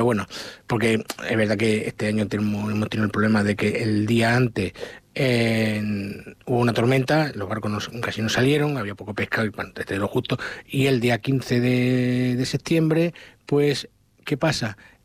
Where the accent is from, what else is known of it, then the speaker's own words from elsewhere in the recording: Castilla-La Mancha, Spain; la feria de mi pueblo en San Miguel, en la Mar de la Mata